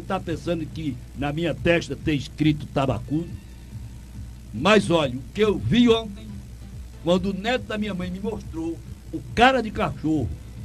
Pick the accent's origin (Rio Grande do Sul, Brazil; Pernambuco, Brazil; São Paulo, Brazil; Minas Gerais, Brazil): Pernambuco, Brazil; Altinho; born there; now in Toritama, Brazil; da minha terra, onde minha mãe me pariu, Altinho